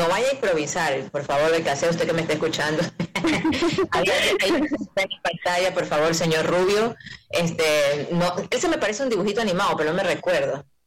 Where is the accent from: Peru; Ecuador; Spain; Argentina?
Ecuador; aquí como ecuatorianos que somos, ¿verdad?